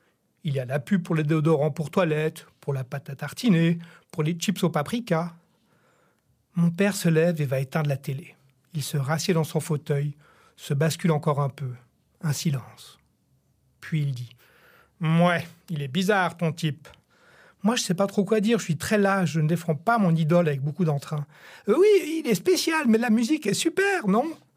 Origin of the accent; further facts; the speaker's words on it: Geneva, Switzerland; born there; Moi, à Genève, je venais d'avoir 15 ans.